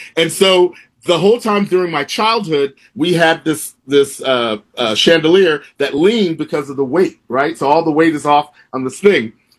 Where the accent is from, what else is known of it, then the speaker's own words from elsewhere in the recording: Texas, United States; So at my mother's funeral, it took place at the church that I grew up in Texas.